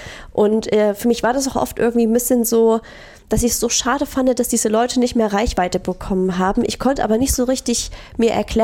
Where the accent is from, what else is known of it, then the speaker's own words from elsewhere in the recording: Crimmitschau, Saxony, Germany; Ich bin aus Krimmitschau hergezogen. Ich kannte hier jemanden.